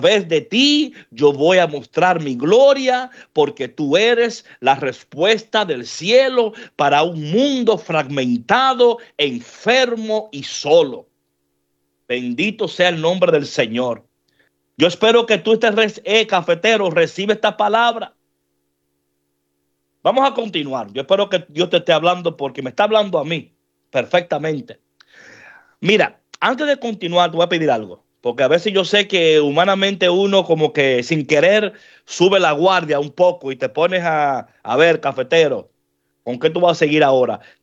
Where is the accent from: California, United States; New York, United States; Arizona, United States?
New York, United States; yo me acuerdo cuando yo crecí en New York, a mí me encantaba jugar basketball.